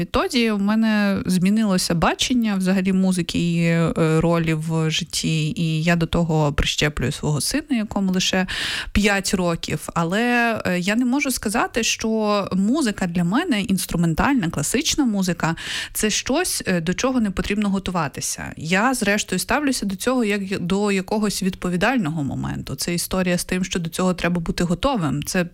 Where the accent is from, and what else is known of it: Kyiv, Ukraine